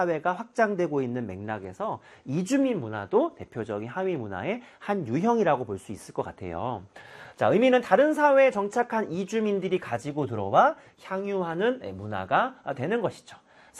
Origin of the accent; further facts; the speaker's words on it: South Korea; 또 우리나라처럼 전통적으로 막 단일 민족, 또 이런 것들을 굉장히 또 강조했었던 그런 사회잖아요.